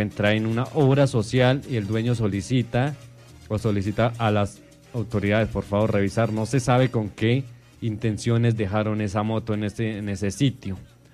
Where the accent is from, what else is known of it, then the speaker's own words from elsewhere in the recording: Medellín, Antioquia, Colombia; now in Cauca, Colombia; desde Medellín, a mi tierra, a mis compañeros, a los paisas